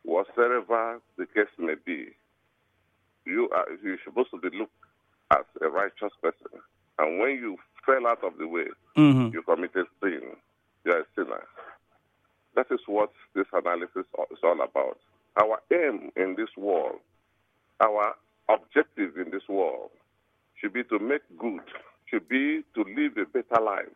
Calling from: Nigeria; Johnson, I came calling from Asaramo.

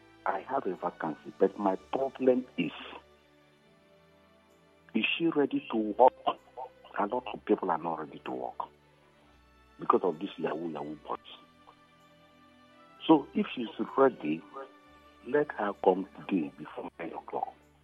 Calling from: Abuja, Federal Capital Territory, Nigeria; I'm calling from Abuja.

